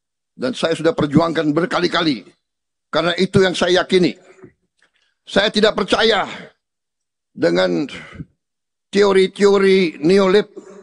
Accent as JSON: {"language": "Indonesian", "region": "Jakarta", "country": "Indonesia", "tie": "born there", "said": "Bajingan bahasa apa itu? Bajingan. Bahasa Betawi. Memang saya lahir di Betawi. Jadi maaf kalau saya semangat, saya kata-kata Betawi keluar."}